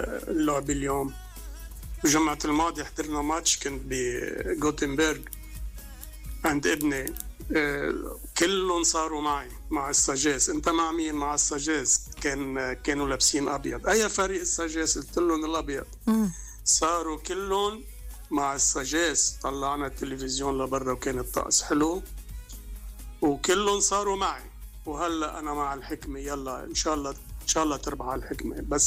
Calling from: Sweden; من السويد.

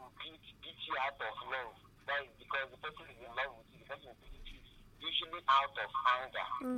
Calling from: Abakaliki, Ebonyi, Nigeria; I'm calling you from Abakaliki.

